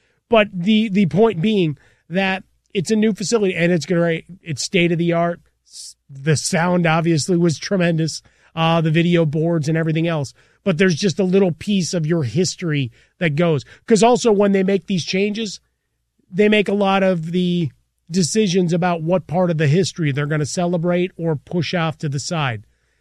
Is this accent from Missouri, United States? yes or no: no; Chicago, Illinois, United States; And growing up in Chicago, right? Old Comiskey Park into new Comiskey Park.